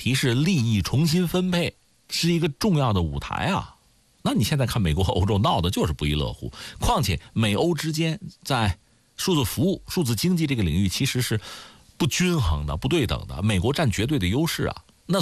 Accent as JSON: {"language": "Chinese", "country": "China", "said": "从我们中国人那个角度来讲"}